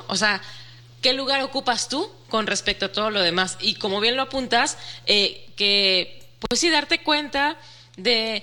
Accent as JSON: {"language": "Spanish", "country": "Venezuela", "moved": "yes", "lives_now": "Mexico City, Mexico", "said": "en mi caso, de donde vienes, venezolana"}